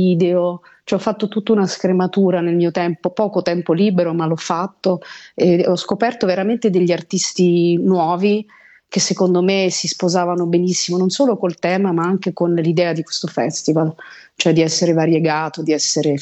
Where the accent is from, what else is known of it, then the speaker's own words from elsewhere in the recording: Rome, Lazio, Italy; moved away as an adult; also born or lived in New York, United States; io mi ritengo profondamente italiana perché sono nata e cresciuta a Roma e ho studiato al Conservatorio di Santa Cecilia